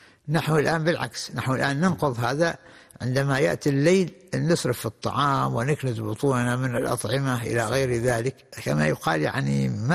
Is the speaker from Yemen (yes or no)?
no; Oman; إحنا عندنا في عمان أو في دول منطقة الخليج